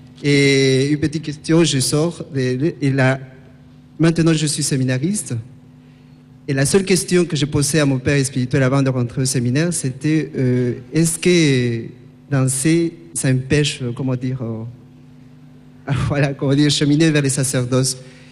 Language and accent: French; Peru; moved away; je viens du Pérou, j'ai 30 ans.